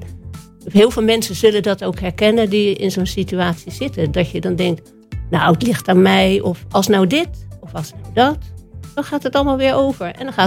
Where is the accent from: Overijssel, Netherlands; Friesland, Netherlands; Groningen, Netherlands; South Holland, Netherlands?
South Holland, Netherlands; Leiden; Ik kom uit Leiden, geboren en getogen.